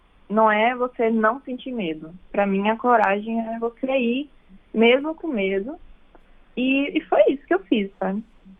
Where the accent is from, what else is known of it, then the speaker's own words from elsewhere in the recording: Ibitanga, Bahia, Brazil; Eu sou filha única, eu cresci aqui em Ibitanga, no interior da Bahia, e eu tive uma infância muito feliz.